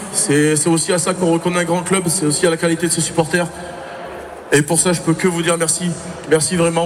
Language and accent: French; Auvergne-Rhône-Alpes, France; Je suis auvergnat avant tout.